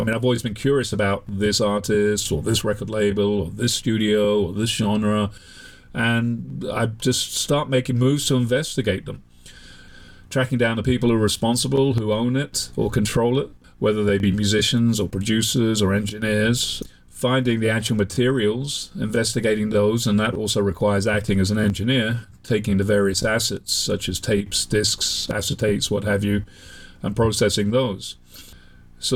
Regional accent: England, United Kingdom; moved away as an adult; now in United States; I was born in England, I grew up there, and I moved to the United States in my mid-20s.

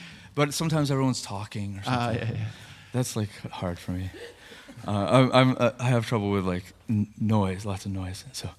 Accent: Syracuse, New York, United States; also born or lived in Ithaca; now in Rochester, United States; I moved here. I was in Ithaca, and before that, New York, and I grew up in Syracuse.

